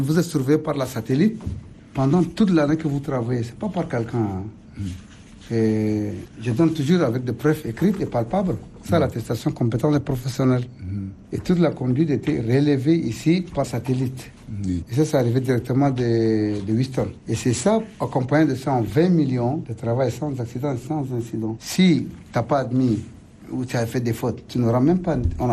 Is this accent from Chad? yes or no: yes; Chad; moi je suis un Tchadien